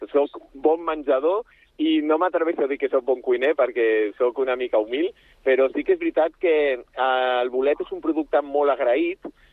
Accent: Sant Cugat del Vallès, Catalonia, Spain; soc fill de Sant Cugat i de la Floresta

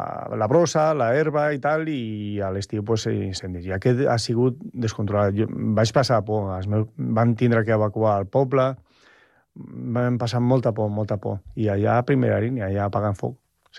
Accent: Galicia, Spain; Sí, al meu poble

